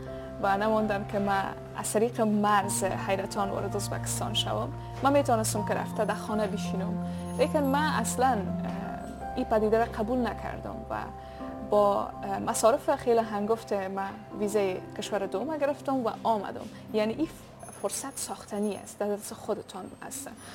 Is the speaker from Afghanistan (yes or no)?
yes; Afghanistan; بخصوص از جایم که در خود افغانستان هستم، چون که هم نوع در خود وطنم هستن